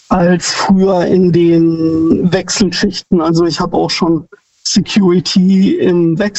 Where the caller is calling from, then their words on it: Neuffen, Baden-Württemberg, Germany; ich komme aus Neuffen. Ich weiß nicht, ob das dir was sagt.